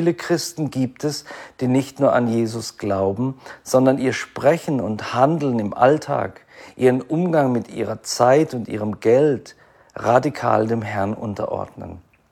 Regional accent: Freiburg, Baden-Württemberg, Germany; saß ich mit einem befreundeten Pastor im Außenbereich einer Pizzeria in der Fußgängerzone meiner Heimatstadt Freiburg.

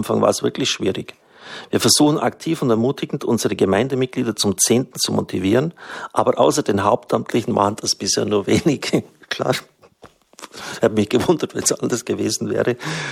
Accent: Baden-Württemberg, Germany; Und die Schwaben gelten ja nicht unbedingt als unbedingt spendenfreudig. Ich bin ein geborener Schwabe.

